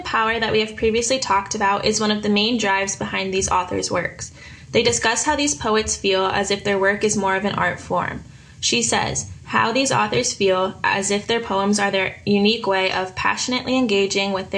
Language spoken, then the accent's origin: English; Santa Barbara, California, United States; I'm also 20 years old, but I'm from Santa Barbara, California.